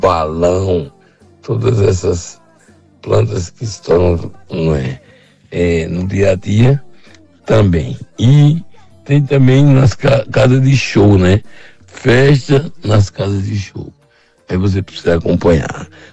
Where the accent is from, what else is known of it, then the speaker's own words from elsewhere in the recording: Campina Grande, Paraíba, Brazil; Eu tenho orgulho de ser de Campina Grande, eu tenho orgulho de ser da Paraíba, eu me orgulho da minha terra. Paraíba é muito bom e eu tenho, né, a satisfação de morar e viver lá.